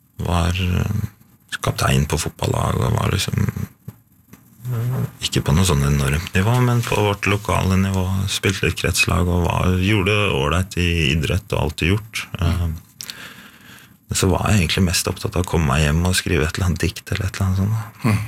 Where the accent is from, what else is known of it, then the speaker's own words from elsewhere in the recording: Skedsmokorset, Akershus, Norway; Ja, jeg er fra Skedsmokorset, men familien er fra Finnskogen, ja.